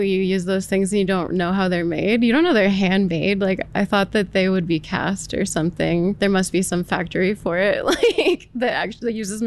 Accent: West Coast, United States; moved away

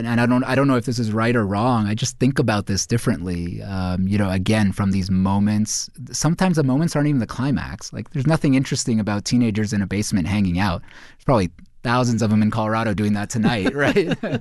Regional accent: India; You know, of course, as an Indian author, my stories are about Indian folks, or at least this collection is

